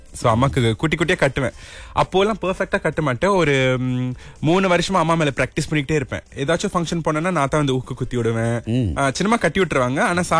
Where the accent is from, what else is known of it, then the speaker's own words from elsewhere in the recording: Klang, Selangor, Malaysia; நான் கிளாங் பையன், கிளாங்ல தான் பிறந்து வளர்ந்து படிச்சு அங்கதான் இருந்தேன்